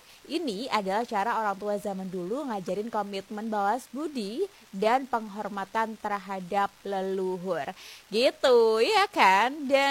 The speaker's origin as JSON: {"language": "Indonesian", "town": "Lamongan", "region": "East Java", "country": "Indonesia", "said": "Nah ini nih obrolan yang paling sering ditanyain sama orang luar kalau kita dari Lamongan."}